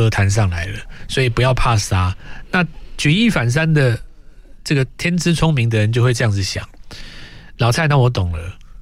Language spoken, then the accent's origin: Chinese; Taiwan; 那再来就是我们台湾这边的问题了